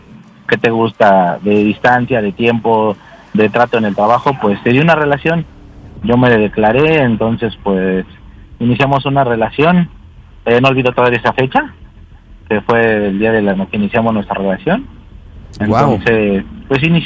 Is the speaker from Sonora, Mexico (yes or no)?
no; Iztapalapa, Mexico City, Mexico; Mira, tengo 31 años y soy de Iztapalapa.